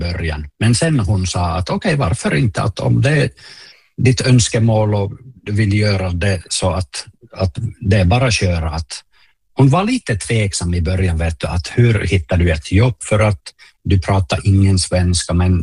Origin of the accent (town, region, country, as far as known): Oulunsalo, North Ostrobothnia, Finland; born or raised there; Swedish is a second language